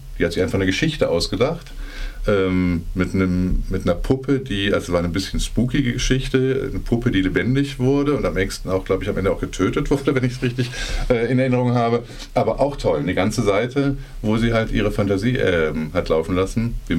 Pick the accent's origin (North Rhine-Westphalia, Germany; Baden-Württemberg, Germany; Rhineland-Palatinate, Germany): North Rhine-Westphalia, Germany; Cologne; ich komme aus Köln